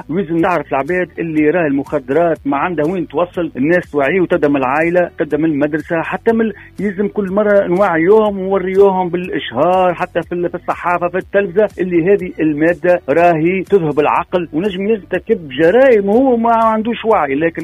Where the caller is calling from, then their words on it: Tunisia; ألو، صباح الخير،